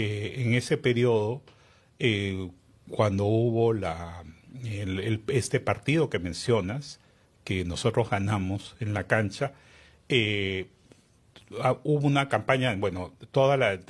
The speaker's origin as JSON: {"language": "Spanish", "country": "Peru", "said": "menospreciándonos como peruanos"}